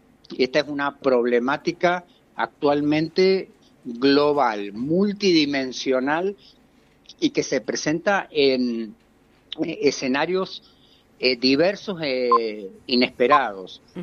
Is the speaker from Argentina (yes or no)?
yes; Argentina; Somos los 2 argentinos representantes en la comisión directiva.